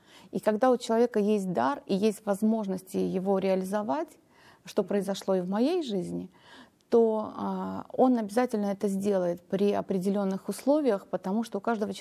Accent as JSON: {"language": "Russian", "country": "Armenia", "tie": "born or raised there", "said": "я родилась в Армении. Я по национальности армянка, у меня армянские корни. Вот, родилась и выросла там, и даже вышла замуж там."}